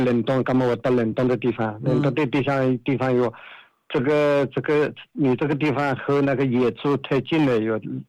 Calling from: Hangzhou, Zhejiang, China; 我是杭州的了。

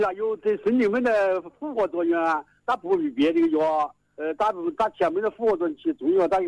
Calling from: Xinjiang, China; 新疆的。

